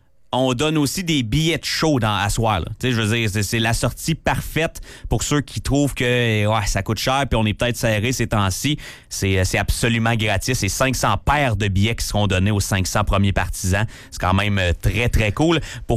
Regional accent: Val-d'Or, Quebec, Canada; moved away; dans mon coin de pays, à Val-d'Or

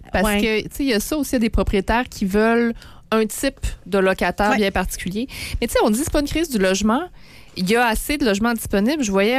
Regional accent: Quebec City, Quebec, Canada; born there; moi, je viens de Saint-Roch. Je suis née là.

